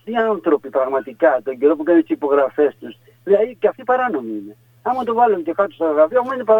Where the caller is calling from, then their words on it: Zakynthos, Ionian Islands, Greece; είμαστε Ζακυνθινή βρε.